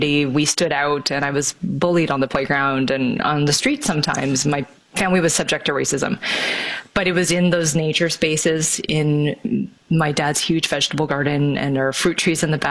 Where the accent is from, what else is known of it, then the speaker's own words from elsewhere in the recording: Toronto, Ontario, Canada; moved away as an adult; also born or lived in northern British Columbia; I grew up in the suburbs of Toronto